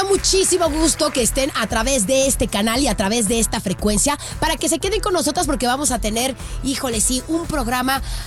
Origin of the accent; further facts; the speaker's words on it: Guadalajara, Jalisco, Mexico; dos tapatías importadas desde Guadalajara, Jalisco, México.